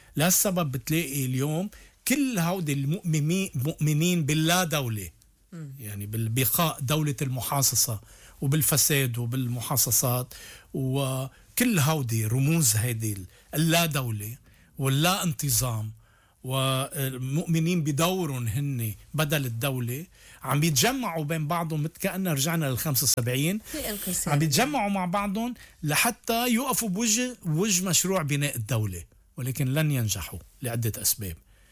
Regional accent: Lebanon; نحن كلبنانيين

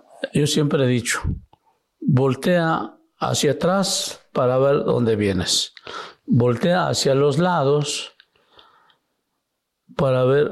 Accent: Oaxaca, Mexico; now in Mexico City, Mexico

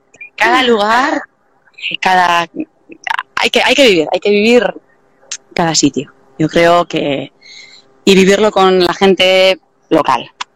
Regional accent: Deba, Basque Country, Spain; born there; la familia es yo nací en Deva y casi todo el tiempo lo estoy en Zumaya

